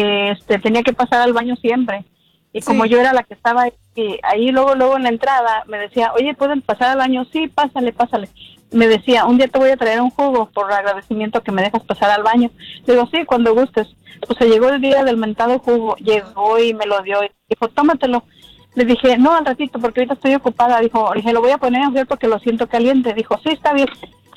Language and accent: Spanish; Aguascalientes, Mexico; Ay, mira, yo soy de Aguascalientes.